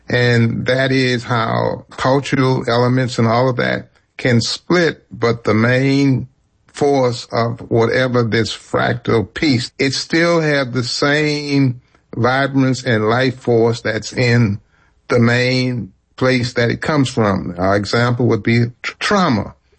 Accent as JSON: {"language": "English", "town": "New Orleans", "region": "Louisiana", "country": "United States", "tie": "born or raised there", "said": "growing up in the Magnolia Project around the Dewdrop"}